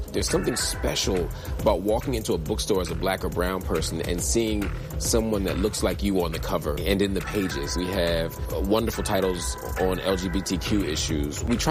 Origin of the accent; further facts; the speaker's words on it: Philadelphia, Pennsylvania, United States; I grew up surrounded by books. I grew up in Philadelphia, and black bookstores nurtured me.